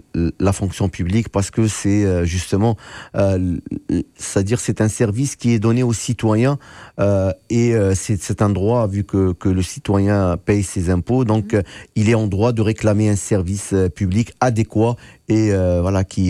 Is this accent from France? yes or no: no; Algeria; now in Canada; il est de ma ville natale. Ses parents sont de ma ville natale en Algérie.